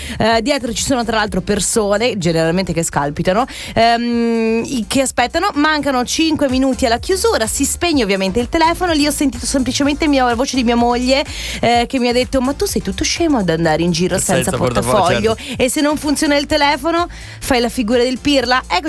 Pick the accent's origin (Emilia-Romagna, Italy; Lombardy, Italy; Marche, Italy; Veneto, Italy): Veneto, Italy; dalle mie parti. Si chiama zone Caorle